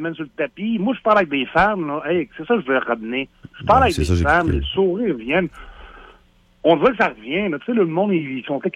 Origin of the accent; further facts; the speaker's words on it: Sainte-Marie, Quebec, Canada; Je viens de Sainte-Marie.